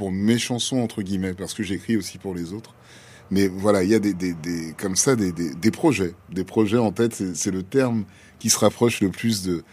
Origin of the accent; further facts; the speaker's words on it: Dakar, Senegal; comme j'ai grandi à Dakar, il y a tout un pan aussi de la jeunesse diasporique que je n'ai pas forcément